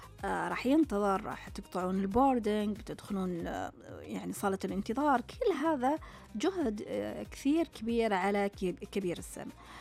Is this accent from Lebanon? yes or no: no; Saudi Arabia; عندنا في السعودية